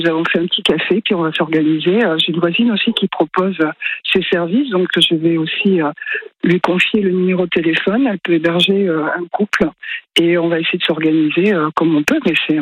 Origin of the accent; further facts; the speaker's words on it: Nouvelle-Aquitaine, France; nous on est du Lot-et-Garonne, mais on a une maison secondaire